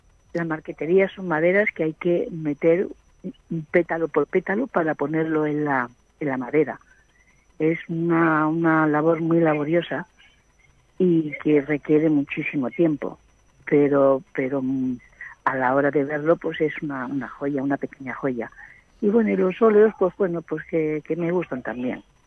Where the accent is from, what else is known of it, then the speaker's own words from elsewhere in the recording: Madrid, Community of Madrid, Spain; Sí, señor, soy de Madrid.